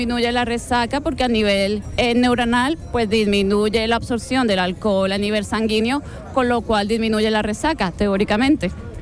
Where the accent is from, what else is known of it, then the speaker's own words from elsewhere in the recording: Cartagena, Bolívar, Colombia; moved away as an adult; also born or lived in Bogotá, Colombia; now in Jerez, Spain; Bueno, nací en Colombia, en Bogotá, pero he vivido casi toda mi vida en Cartagena y vivo hace 15 años en España.